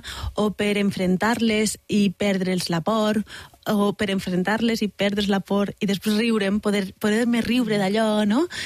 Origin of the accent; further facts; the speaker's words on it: Valencian Community, Spain; Soc valenciana.